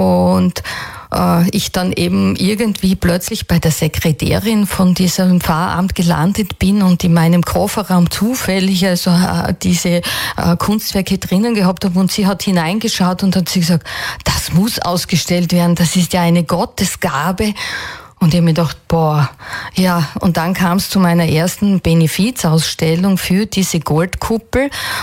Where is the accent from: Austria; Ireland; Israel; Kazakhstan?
Austria; Bärnbach, Styria; Ich kann mich erinnern, also bei uns in Bernbach gibt es ja diese tolle Hundertwasserkirche und wie ich 16, 17 Jahre alt war und eben mit meinem Moped vorbeigefahren